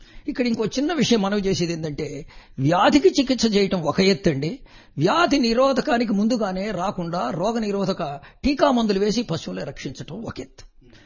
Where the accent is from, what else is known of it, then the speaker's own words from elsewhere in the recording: Pattipadu, Andhra Pradesh, India; మా స్వగ్రామం గుంటూరు దగ్గర పత్తిపాటులో.